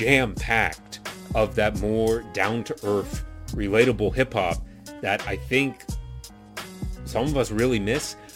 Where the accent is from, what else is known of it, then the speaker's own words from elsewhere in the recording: Canada; as a Canadian white boy